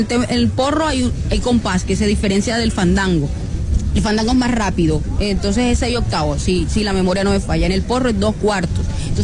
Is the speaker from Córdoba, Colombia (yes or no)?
yes; Montería, Córdoba, Colombia; Bueno, yo soy una hija del Sinú. En definitiva, las personas ser de Montería, ser de gran parte de Córdoba